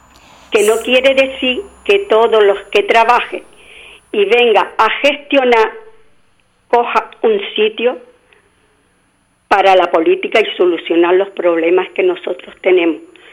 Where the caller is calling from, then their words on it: Las Palmas de Gran Canaria, Canary Islands, Spain; Vivo en Las Palmas.